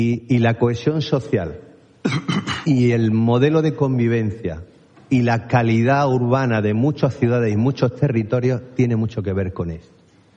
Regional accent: El Ejido, Andalusia, Spain; Yo vengo del Ejido y ha crecido, el Ejido ha crecido, pues imagínate, en menos de medio siglo ha podido crecer en 80.000 habitantes

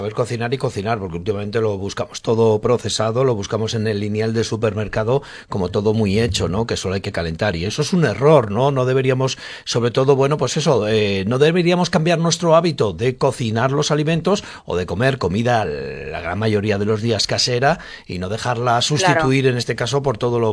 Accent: Spain

